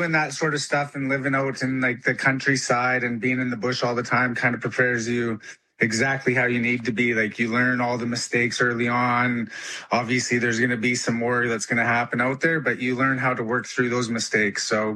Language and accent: English; British Columbia, Canada; And then growing up in Canada and in northern British Columbia, like I've seen the cold temperatures, I've camped in them, I've hunted in them.